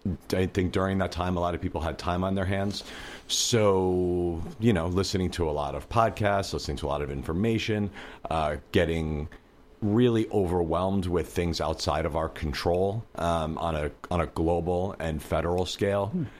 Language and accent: English; East Coast, United States; moved away as an adult; also born or lived in Brooklyn; now in Ashland, United States; So we were living in Brooklyn. I grew up on the East Coast